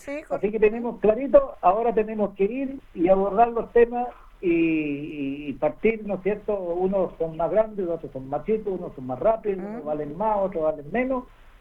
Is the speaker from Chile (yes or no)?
yes; Aysén, Chile; Yo soy oriundo de Aysén, de una familia que llegó el año 26. Mi familia está 100 años en Aysén. Yo nací en el campo. Soy la tercera generación de … … que llegó a Aysén